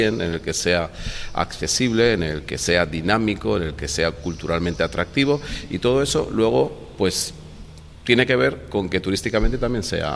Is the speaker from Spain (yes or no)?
yes; Benidorm, Valencian Community, Spain; yo vengo, soy nacido en Benidorm y me he criado en la playa